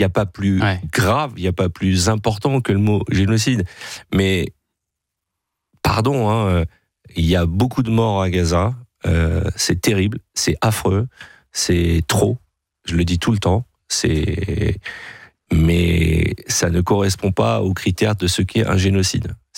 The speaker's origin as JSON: {"language": "French", "country": "France", "said": "Je suis un Français. Les gens oublient que je suis Français. Je suis Français avant d'être juif"}